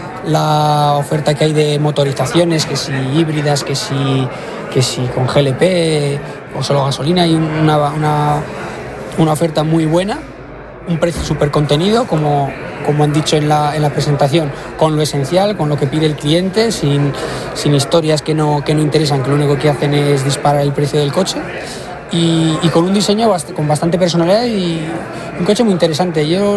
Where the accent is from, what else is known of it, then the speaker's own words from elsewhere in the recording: Pamplona, Navarre, Spain; Soy de Pamplona toda la vida